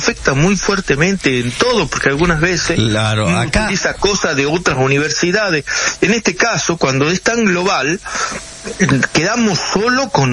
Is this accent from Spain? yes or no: no; Argentina